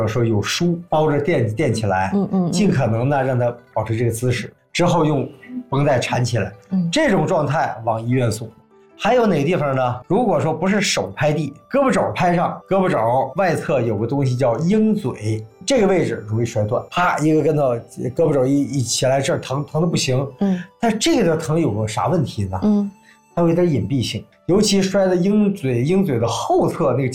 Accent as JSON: {"language": "Chinese", "region": "Northeast China", "country": "China", "tie": "born or raised there", "said": "作为一个东北人啊"}